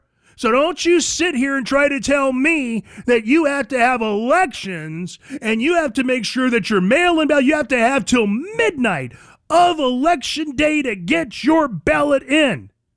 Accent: Arizona, United States; Biggest thrill Arizona's had in 20 years, and I'm from Arizona, I can tell you.

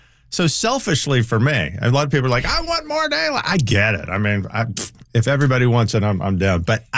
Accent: East Coast, United States; moved away; I grew up on the East Coast.

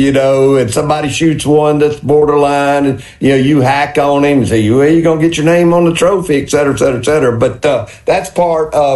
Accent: Mississippi, United States; I grew up in Walthall County on a farm

